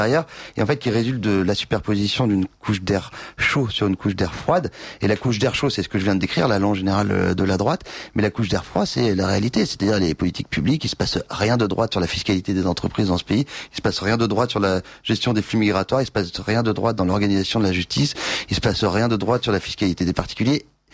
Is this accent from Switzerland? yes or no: no; Louveciennes, Île-de-France, France; mon voisin de Loucienne, là où j'ai grandi